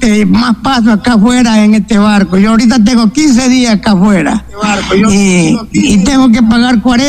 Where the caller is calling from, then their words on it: José Luis Tamayo, Santa Elena, Ecuador; Yo vivo en José Luis Tamayo, calle Primera, Avenida Cuarta.